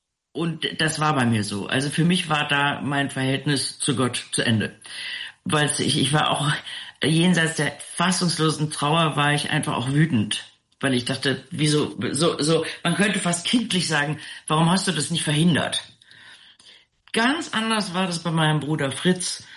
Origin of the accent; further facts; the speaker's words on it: Rhineland, Germany; ich bin im Rheinland aufgewachsen, im katholischen Rheinland, und meine ältesten Freundinnen und Freunde waren alle katholisch.